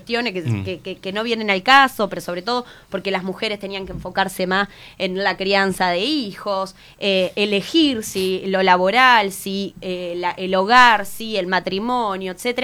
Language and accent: Spanish; Paraná, Entre Ríos, Argentina; de Paraná estudié 5 años en Villaguay, así que me fui a vivir 5 años a Villaguay.